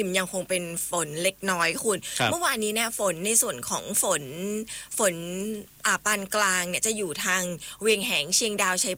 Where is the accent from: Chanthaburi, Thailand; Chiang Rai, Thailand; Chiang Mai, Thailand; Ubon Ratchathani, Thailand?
Chiang Mai, Thailand; เป็นคนเชียงใหม่เนี่ยนะเจ้าแต่ว่าภาษาเมืองอาจจะบ่ค่อยแข็งแรงสักเท่าใดเจ้า